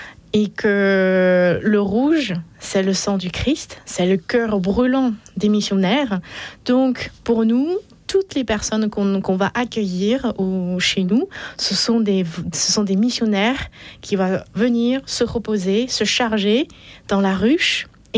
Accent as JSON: {"language": "French", "country": "China", "said": "nous sommes tous des Chinois, chrétiens, et que on a ce feu d'évangélisation"}